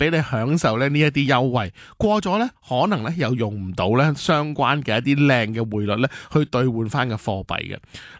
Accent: Hong Kong; 我哋香港人

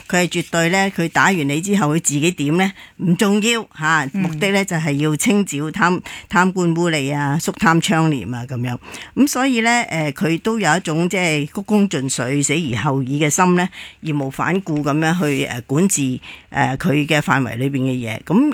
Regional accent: Hong Kong; 我相信我哋香港人最深切嘅咧就係1998年啦，

